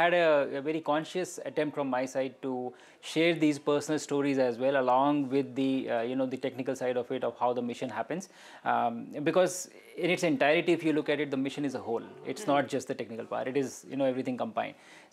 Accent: Lucknow, Uttar Pradesh, India; now in Delhi, India; Then I'm from Lucknow, sitting here in Delhi, right?

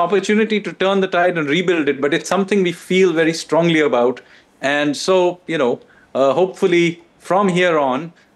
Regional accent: Kolkata, West Bengal, India; moved away; I'm particularly pleased to see my hometown, Kolkata, voting in a particular way, because do remember that I grew up in Jyoti Basu's West Bengal.

